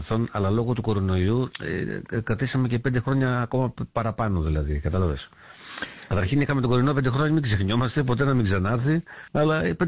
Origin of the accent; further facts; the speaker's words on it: Livadeia, Central Greece, Greece; Η καταγωγή μου είναι από τη Λιβαδιά